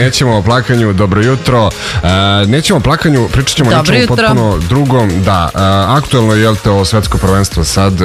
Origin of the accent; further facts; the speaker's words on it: Serbia; Aha, misliš kao mi Srbi.